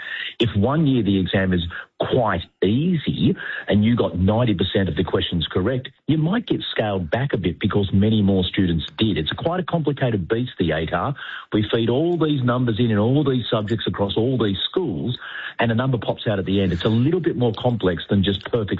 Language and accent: English; New South Wales, Australia; In my home state of New South Wales, you regularly hear of HSC students